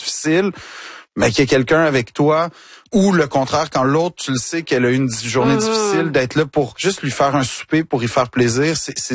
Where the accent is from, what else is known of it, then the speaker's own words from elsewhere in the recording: Quebec, Canada; Quand je dis que je suis québécois jusqu'au bout des doigts, mais c'est, je le sens à tous les jours.